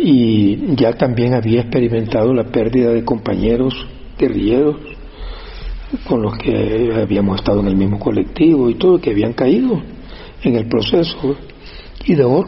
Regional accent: El Salvador; yo me había educado en mi pueblo, un puerto, en instituciones públicas. Mi papá era médico también, entonces, digamos, tenía algunas comodidades y recursos que otra gente no tenía, sobre todo ahí en El Salvador.

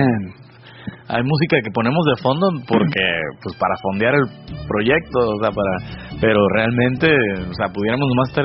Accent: Mexico; born or raised there; moved away

